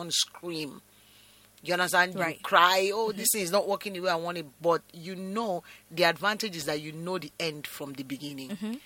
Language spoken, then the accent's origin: English; Port Harcourt, Rivers, Nigeria; moved away as an adult; also born or lived in Abia State; now in Lagos, Nigeria; My parents are from Abia State, West local government area in Abia State, but I was born and raised in Port Harcourt, so I'm a born River State person.